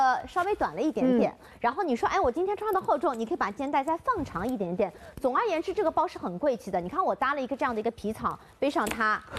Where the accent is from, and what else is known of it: China